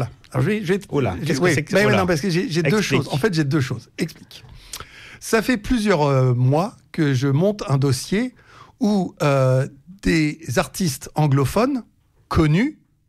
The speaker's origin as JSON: {"language": "French", "country": "France", "said": "Voilà, c'est en tant que Français, et puis c'est très désagréable."}